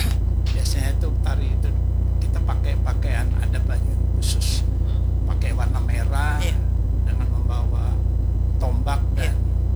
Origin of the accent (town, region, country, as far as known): Minahasa, North Sulawesi, Indonesia